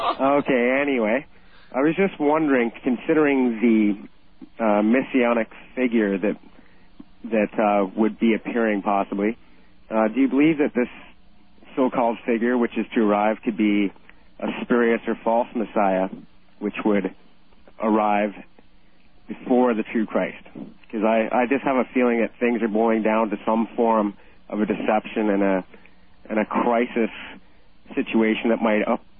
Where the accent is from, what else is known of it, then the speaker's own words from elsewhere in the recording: Victoria, British Columbia, Canada; And I'm from Victoria, British Columbia.